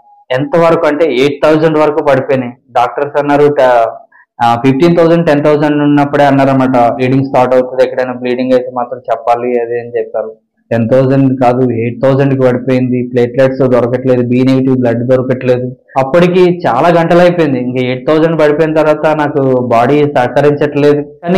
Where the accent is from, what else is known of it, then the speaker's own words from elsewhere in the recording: Andhra Pradesh, India; మాది విశాఖ జిల్లాలో ఒక చిన్న కుగ్రామం, చిన్న గ్రామం. మా గ్రామం పేరు కొంతలం గ్రామం. నేను, మా చెల్లి, అమ్మ, నాన్న, మా అమ్మమ్మ ఇంట్లో ఉండేవాళ్ళము.